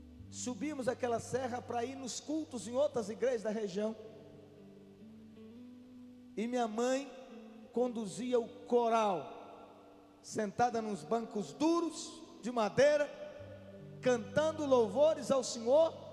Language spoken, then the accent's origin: Portuguese; Cuparaque, Bahia, Brazil; born there; moved away; Lá na minha cidade, a cidade onde eu nasci, Cuparaque, tem uma serra que no alto da serra tem quase 800 metros de altura, acima do nível do mar